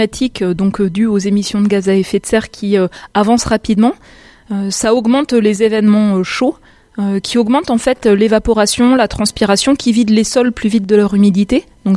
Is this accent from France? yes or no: yes; Grand Est, France; Mon expérience personnelle, j'ai grandi en Lorraine. Je passais mes vacances d'été en Bretagne, des vacances d'été qui avaient été marquées par des marées noires.